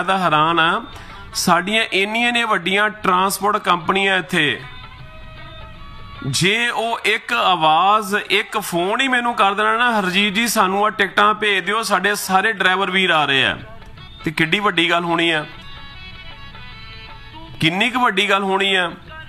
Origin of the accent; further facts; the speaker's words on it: Punjab, India; now in Canada; ਹਾਲੇ ਅਸੀਂ ਖੁਦ ਪੰਜਾਬੀ ਹਾਂ, ਪੰਜਾਬੀ ਆਡੀਅੰਸ ਮੇਰੀ ਜ਼ਿਆਦਾ ਹੈ